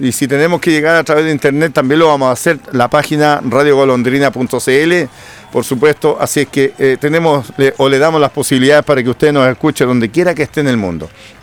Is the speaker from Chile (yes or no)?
yes; Chile; seguimos siendo chilenos